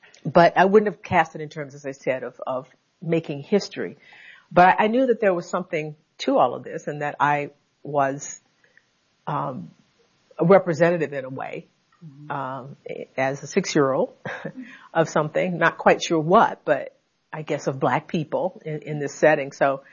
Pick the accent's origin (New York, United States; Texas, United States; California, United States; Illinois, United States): Texas, United States; Conroe; Yeah, at Gordon Reed Elementary School in my hometown. Yes. In Conroe, Texas.